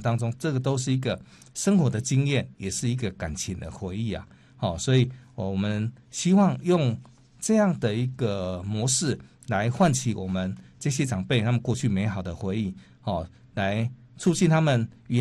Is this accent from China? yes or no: no; Yilan County, Taiwan; 我们宜兰人的那种人情味